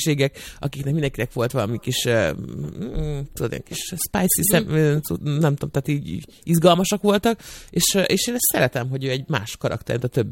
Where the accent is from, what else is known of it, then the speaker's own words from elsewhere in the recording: Hungary; Én tisztességes magyar nő vagyok